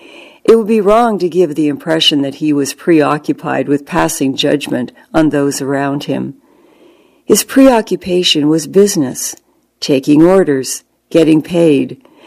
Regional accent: New Jersey, United States; In the 1950s, when I was growing up in New Jersey's seashore suburbs, my father's motto was, "It's nice to be nice."

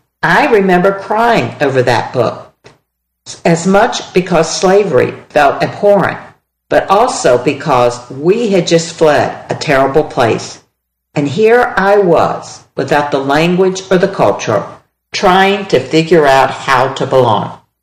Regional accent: Queens, New York, United States; I grew up in Queens, but the sentiments of the Soviet immigrants in the documentary were exactly the ones I had known as a child.

